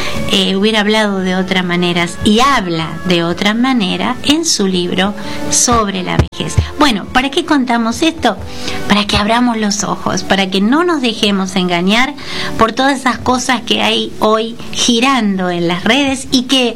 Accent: Argentina; que somos hermanos argentinos

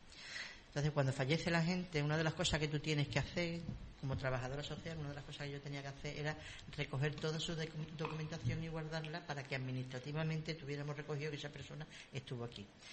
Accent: Cádiz, Andalusia, Spain; born there; En Cádiz capital. En el barrio Santa María.

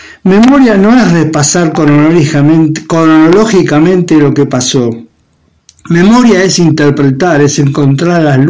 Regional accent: Argentina; la independencia argentina, la nuestra

